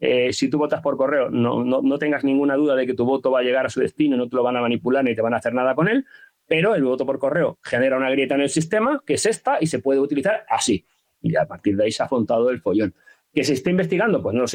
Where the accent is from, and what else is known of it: Andalusia, Spain